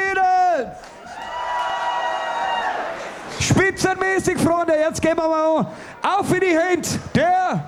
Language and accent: German; Salzburg, Austria; Wir sind aus Salzburg angereist und freuen uns, dass wir da sein dürfen.